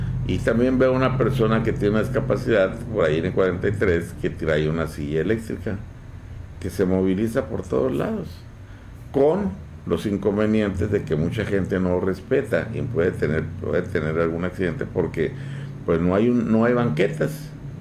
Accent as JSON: {"language": "Spanish", "country": "Mexico"}